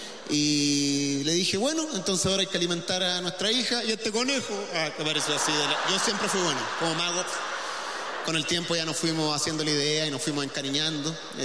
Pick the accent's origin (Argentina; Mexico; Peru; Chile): Chile; Como que cada vez como chilenos queremos cambiarlo todo, nos pasamos tres pueblos y volvemos al mismo punto en el que estábamos.